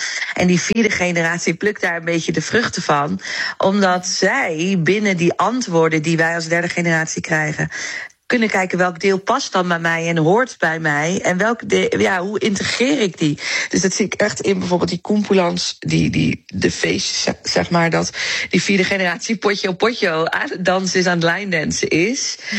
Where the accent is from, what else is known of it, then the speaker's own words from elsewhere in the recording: Netherlands; Want ik dacht, ik kom toch gewoon uit Nederland. Maar opa en oma kwamen dan ergens anders vandaan.